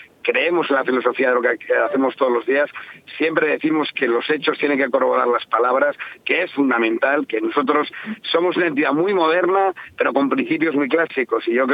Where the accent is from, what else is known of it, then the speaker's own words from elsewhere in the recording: Castile and León, Spain; Nosotros somos de Castilla y León, nosotros somos de este territorio, somos rurales en origen